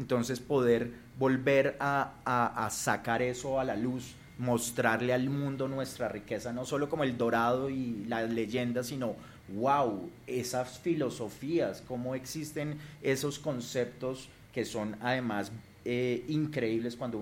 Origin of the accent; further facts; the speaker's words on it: Colombia; que seamos orgullosos como colombianos